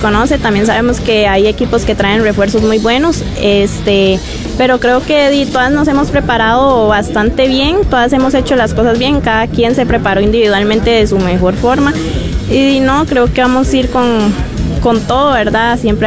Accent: Cartago, Costa Rica; soy de Cartago

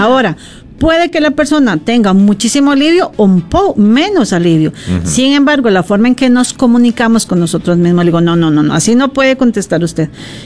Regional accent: Costa Rica

